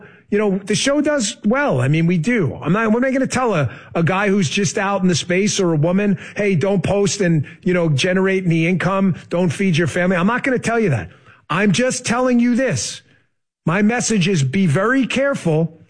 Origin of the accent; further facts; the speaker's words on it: New York, United States; I grew up in New York.